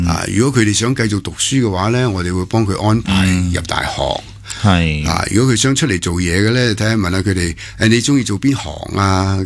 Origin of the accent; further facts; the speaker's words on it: Hong Kong; 我哋香港人